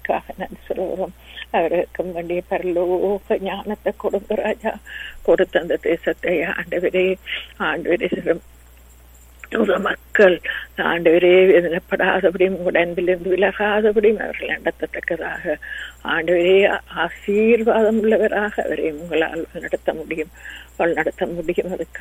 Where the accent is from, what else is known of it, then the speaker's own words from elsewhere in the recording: Sri Lanka; moved away; நாங்கள் பிறந்து வளர்ந்த சிறிய தீவாகிய அந்த இலங்கை தீவுக்காக